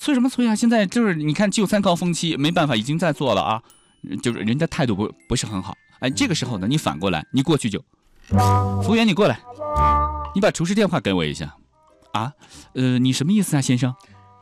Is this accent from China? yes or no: yes; Kunming, Yunnan, China; accent: Kunming dialect; 因为我们昆明话说你要窝一点，就能够减少很多的恶意